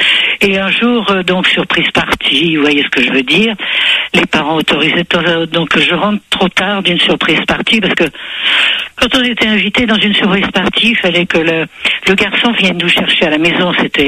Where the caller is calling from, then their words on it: Brive-la-Gaillarde, Nouvelle-Aquitaine, France; Non, je suis en Corrèze, oui.